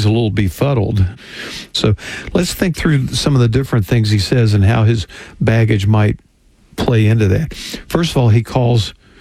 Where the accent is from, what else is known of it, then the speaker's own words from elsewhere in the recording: West Virginia, United States; I grew up in West Virginia, so all the hillbilly stuff applies to me.